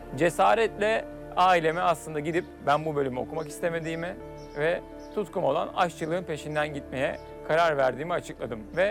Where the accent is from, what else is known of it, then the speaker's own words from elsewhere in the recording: Izmir, İzmir, Turkey; moved away as an adult; also born or lived in Italy; now in Urla, Turkey; İzmir'de doğdum, büyüdüm, İzmirliyim. Kendi köklerime dönmek istedim açıkçası.